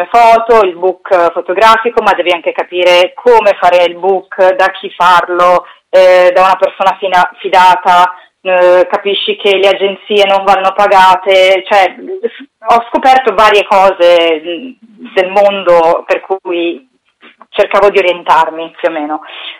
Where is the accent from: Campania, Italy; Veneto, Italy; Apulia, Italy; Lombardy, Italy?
Lombardy, Italy; Milan; Io sono cresciuta a Milano.